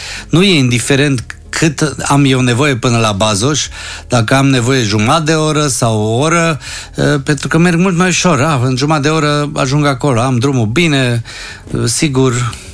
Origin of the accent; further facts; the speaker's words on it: Timișoara, Timiș County, Romania; iubesc orașul meu natal, Timișoara